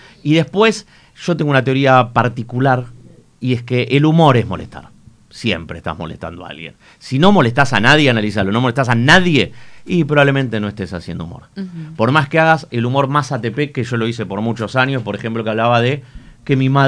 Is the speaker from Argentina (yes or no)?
yes; Buenos Aires, Argentina; Capital Federal, Buenos Aires.